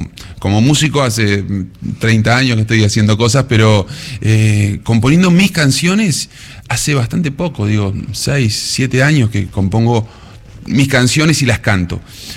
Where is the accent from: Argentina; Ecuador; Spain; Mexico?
Argentina; Cutral Có, Neuquén; now in Buenos Aires, Argentina; Yo soy de Cutralcó, Neuquén. Muy folclórico. No soy un experto fundamentalista del folclore, pero sí tengo mucha raíz folclórica porque me crié en Las Peñas y anduve por todos lados ahí. Bueno, la cosa me trajo hasta Buenos Aires